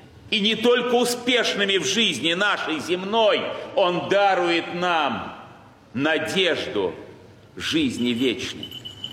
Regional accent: Saint Petersburg, Russia; Я родился здесь, в Петербурге, в благочестивой семье. Мой отец был священником. Жили мы очень стесненно материально в послевоенном Ленинграде, практически в одной комнате

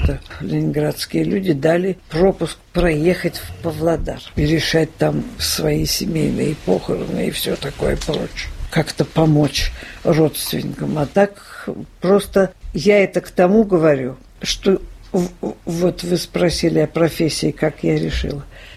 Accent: Saint Petersburg, Russia; Я родилась там, это очень интересно, потому что я родилась на Загородном, 34.

